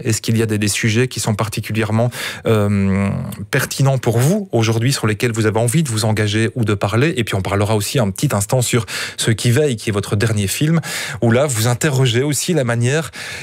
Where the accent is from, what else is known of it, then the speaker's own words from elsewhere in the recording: Belgium; Et pourtant, chez nous, en Belgique, on le dit aussi en dehors de la Belgique